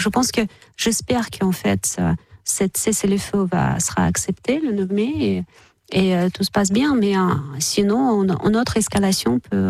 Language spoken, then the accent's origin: French; Russia; moi, en tant que russe, et je suis allée à Moscou il n'y a pas très longtemps